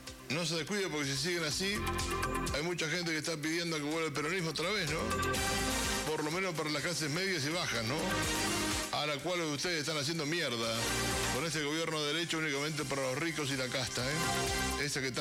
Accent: Argentina

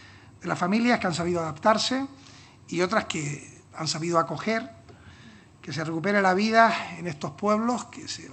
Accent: Canary Islands, Spain; vengo de Canarias, soy de Canarias

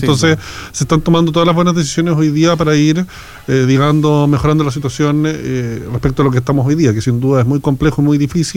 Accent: Chile; es una fecha que nos divide como chilenos, lo tenemos súper claro, sí.

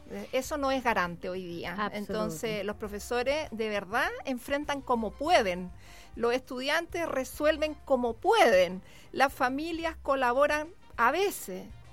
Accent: Talagante, Santiago Metropolitan Region, Chile; Vengo de la comuna de Talagante.

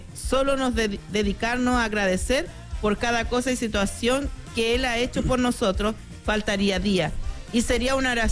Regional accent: Chile

